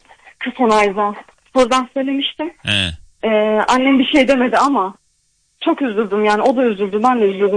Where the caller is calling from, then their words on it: Düzce, Turkey; Düzce'den arıyorum